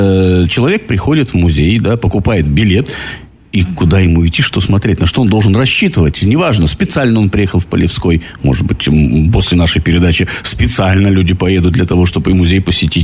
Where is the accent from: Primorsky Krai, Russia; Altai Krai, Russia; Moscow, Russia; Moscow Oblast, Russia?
Altai Krai, Russia; Я сам с Алтая